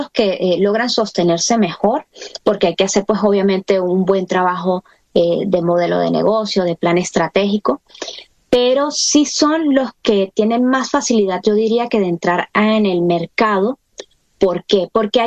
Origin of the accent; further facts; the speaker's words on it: Venezuela; darles la mejor imagen de lo que somos como venezolanos, lo que somos como ciudadanos